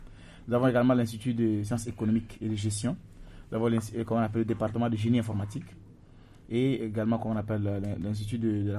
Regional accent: Chad; moved away as an adult; moi je suis arrivé du Tchad, bien sûr je dois le préciser, fraîchement arrivé en première année.

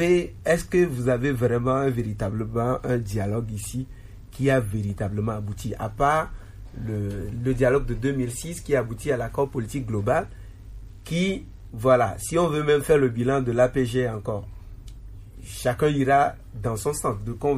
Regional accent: Togo; avant de venir de Couveux d'où je viens là, je suis d'abord Togolais.

